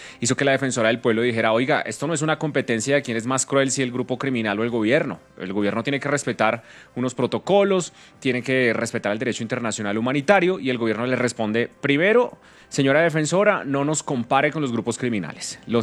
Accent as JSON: {"language": "Spanish", "country": "Colombia", "said": "Y entonces eso nos pone a cuestionarnos como colombianos"}